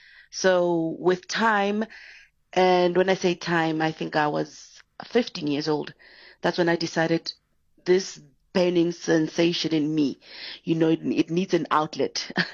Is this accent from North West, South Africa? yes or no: yes; Mahikeng, North West, South Africa; I'm from Mafikeng